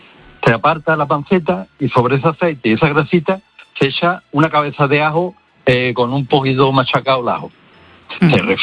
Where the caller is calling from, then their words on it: Morón de la Frontera, Andalusia, Spain; yo soy paisano de Naranjo, soy de Morón de la Frontera